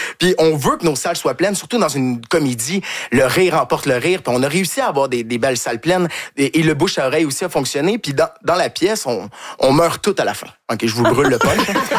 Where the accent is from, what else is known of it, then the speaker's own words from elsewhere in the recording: Quebec, Canada; Et du fait qu'on est Québécois aussi, ça aide.